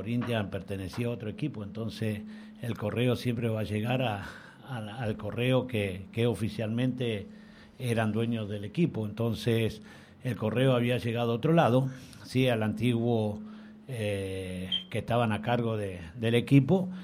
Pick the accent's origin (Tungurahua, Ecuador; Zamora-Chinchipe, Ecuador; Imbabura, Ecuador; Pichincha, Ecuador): Pichincha, Ecuador; Quito; Yo vengo de Pichincha, como ustedes saben, del Quito